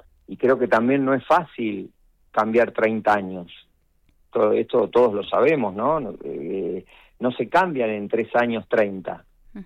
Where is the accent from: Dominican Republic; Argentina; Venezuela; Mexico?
Argentina; Porque nosotros como argentinos somos bastante olvidadizos de algunas cosas.